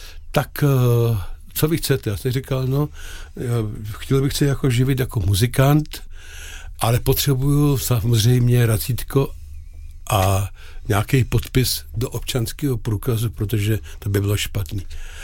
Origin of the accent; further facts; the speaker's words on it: South Bohemian Region, Czechia; byl jsem první Jihočech